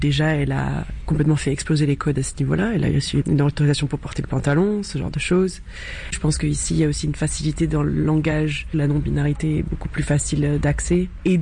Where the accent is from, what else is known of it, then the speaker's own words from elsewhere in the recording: France; now in United Kingdom; c'est vrai qu'en tant que française, j'avais pas tant d'opportunités que ça en Angleterre.